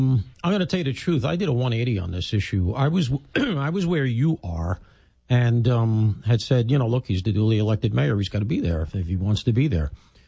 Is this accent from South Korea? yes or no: no; New York, United States; But as a New Yorker, as somebody who spent a lot of time down there